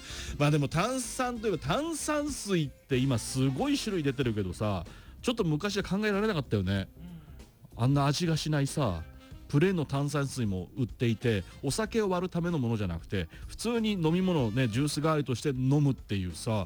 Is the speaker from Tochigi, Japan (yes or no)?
yes; Sano, Tochigi, Japan; moved away; 私のふるさとの栃木県佐野市にある僕の実家の本当目の前にあった佐野日大がね